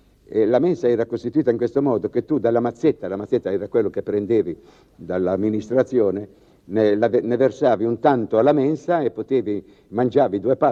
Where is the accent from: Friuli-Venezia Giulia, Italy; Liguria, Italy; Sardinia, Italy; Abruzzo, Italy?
Liguria, Italy; Savona; nella mia Savona